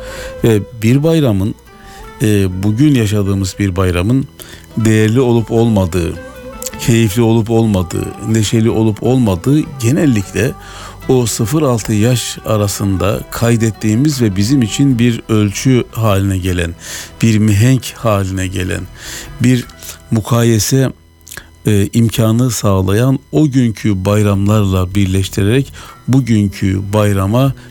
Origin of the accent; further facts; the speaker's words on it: Sarıkaya, Yozgat, Turkey; moved away; Ben köyde doğup büyüdüm. Kafkas kökenli bir köydü.